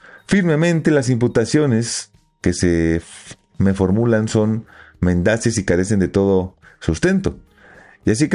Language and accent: Spanish; Sinaloa, Mexico; Estoy en Sinaloa, mi tierra, de la que estoy orgulloso, con las y los míos, gente buena y honesta.